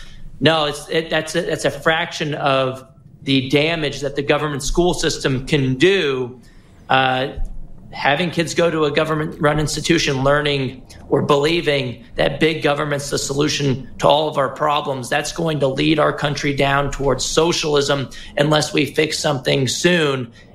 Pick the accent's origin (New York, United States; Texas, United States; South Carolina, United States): Texas, United States; senator from my home state of Texas.